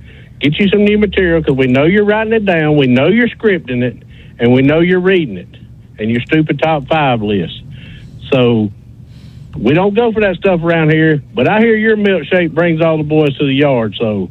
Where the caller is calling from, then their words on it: the South, United States; We are from the South